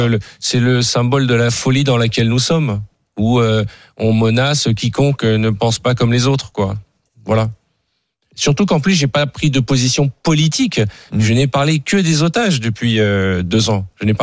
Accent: France; je suis français

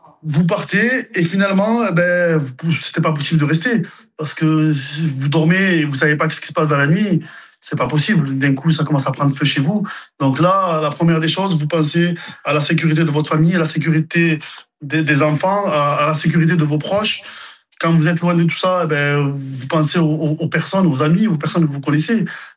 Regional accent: Ille-sur-Têt, Occitanie, France; ça fait 41 ans que je suis à Isle, donc parce que je suis né là et j'ai grandi là

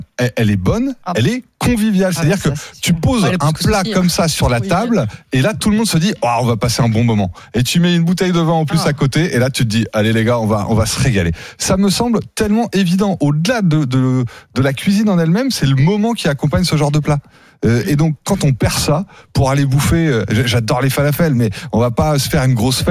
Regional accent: France; Nous, on est français.

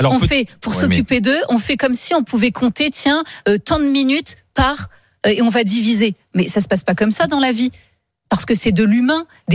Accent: Poitiers, Nouvelle-Aquitaine, France; parce que moi j'ai grandi à Poitiers, donc mes amis sont aussi dans des petites villes, dans des villages

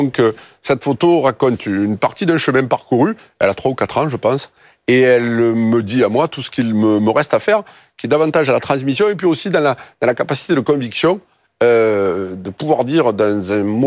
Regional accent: Marseille, Provence-Alpes-Côte d'Azur, France; accent: Marseille; mon authenticité s'entend toujours, pique un peu les yeux, mon accent c'est un peu l'ail. Mais en fait, c'est d'où je viens, c'est mon histoire en fait.

